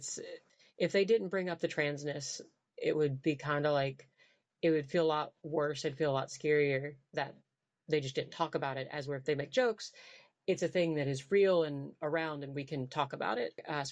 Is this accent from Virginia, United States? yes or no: yes; Virginia, United States; really embracing the fact that I'm from the Blue Ridge Mountains of southwestern Virginia.